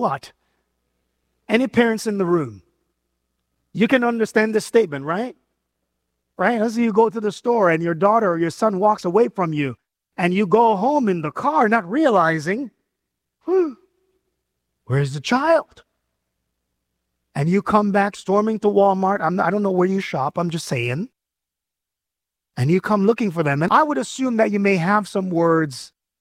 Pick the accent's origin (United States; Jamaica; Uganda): Jamaica; You know I'm Jamaican.